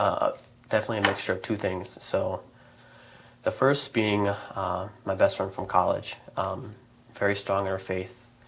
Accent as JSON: {"language": "English", "town": "Mitchell", "region": "South Dakota", "country": "United States", "tie": "born or raised there", "said": "So I was born and raised in Mitchell, South Dakota, mm-hmm. and I lived there actually all 18 years of my adolescent life"}